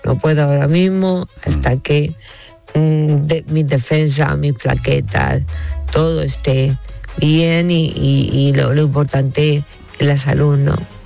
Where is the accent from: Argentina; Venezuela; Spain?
Spain; Digo, no, pues soy española.